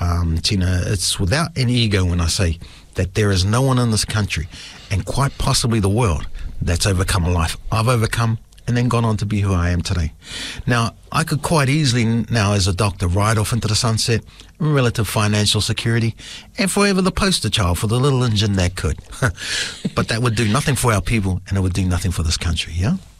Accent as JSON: {"language": "English", "town": "Whakatane", "region": "Bay of Plenty", "country": "New Zealand", "tie": "born there", "also_born_or_lived": "Matata", "said": "I was born in Whakatane."}